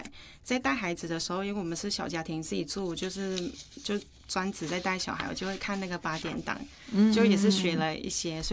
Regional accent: Northern Thailand, Thailand; Chinese is a second language; 但是可能我们去到我们的小小县城里面是泰国北部的方言，叫兰纳，就是我们北部的方言叫卡蒙，对，又讲那个。那看电视的时候呢，是讲泰国的官方的语言，对。

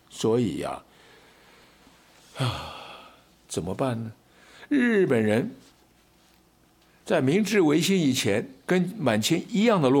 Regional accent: China

